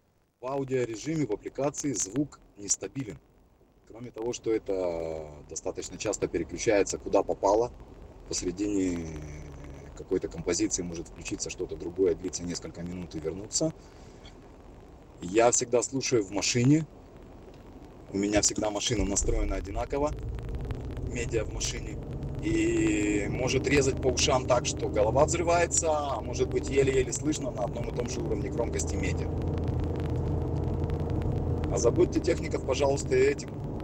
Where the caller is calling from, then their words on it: Rishon LeZion, Central District, Israel; из Ришина.